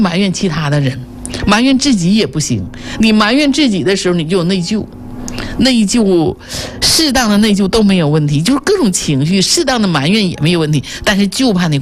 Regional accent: Northeast China, China; accent: Northeastern dialect; 用我们东北话叫五马长枪

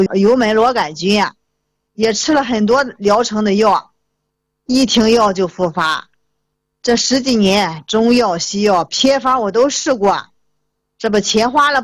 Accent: Jinan, Shandong, China; 我今年62岁啊。我呢是来自山东济南，是咱们栏目的一个老听众了。

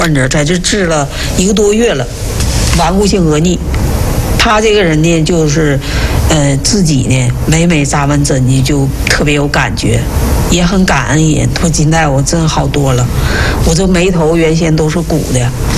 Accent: China; 所以说我们中国人既智慧啊

